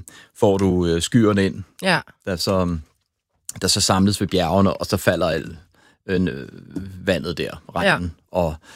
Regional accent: Copenhagen, Capital Region of Denmark, Denmark; som dansker fra Østerbro

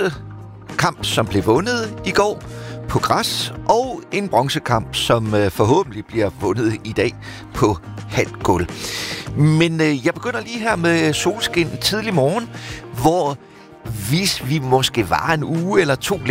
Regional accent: North Denmark Region, Denmark; Men har vi som nordjyder egentlig styr på, hvor meget eller hvor lidt benzin- og dieselpriserne faktisk er steget?

